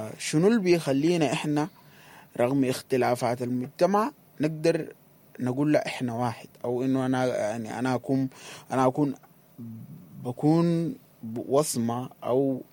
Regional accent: Sudan; moved away; إحنا كمجتمع سوداني

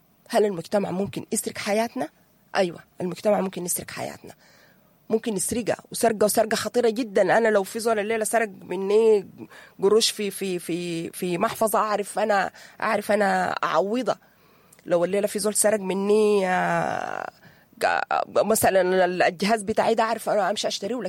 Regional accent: Sudan

